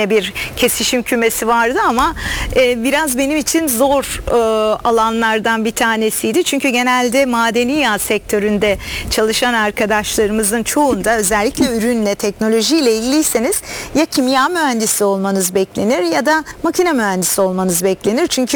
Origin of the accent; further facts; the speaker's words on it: Istanbul, Turkey; İşte Boğaziçi Üniversitesi, ben İstanbulluyum. İstanbul'da olunca Boğaziçi Üniversitesi'ni tercih edeceğimi biliyorum.